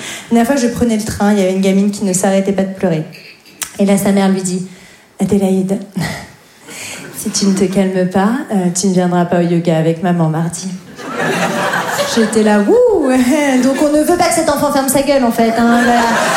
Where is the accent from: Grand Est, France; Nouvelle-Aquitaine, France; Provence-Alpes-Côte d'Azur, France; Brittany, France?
Grand Est, France; born or raised there